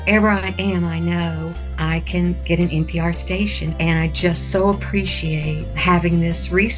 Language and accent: English; Flagstaff, Arizona, United States; from Flagstaff, Arizona